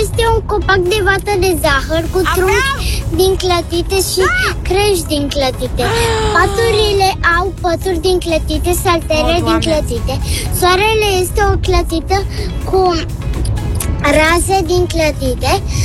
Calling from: Bucharest, Romania; am 7 ani și sunt din București.

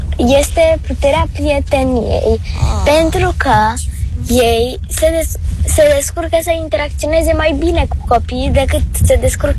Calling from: Bucharest, Romania; din București, am 9 ani.

